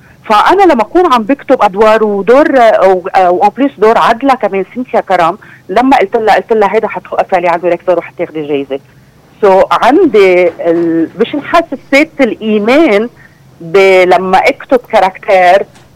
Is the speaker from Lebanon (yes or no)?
yes; Lebanon; نحن كمواطنين لبنانية